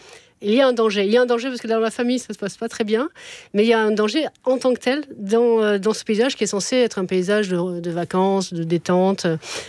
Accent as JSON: {"language": "French", "town": "Montpellier", "region": "Occitanie", "country": "France", "tie": "born there"}